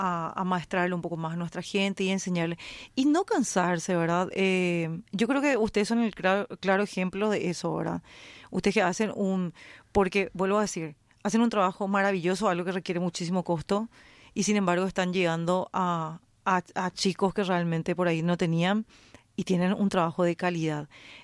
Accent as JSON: {"language": "Spanish", "country": "Paraguay", "said": "misma como paraguaya te digo"}